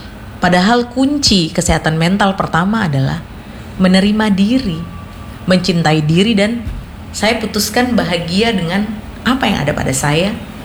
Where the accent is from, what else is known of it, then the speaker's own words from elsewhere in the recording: Sorong, Southwest Papua, Indonesia; born there; moved away as an adult; also born or lived in Yogyakarta; Jadi saya waktu SMA itu saya kecelakaan di Sorong, sebelum saya akhirnya kuliah di Jogja.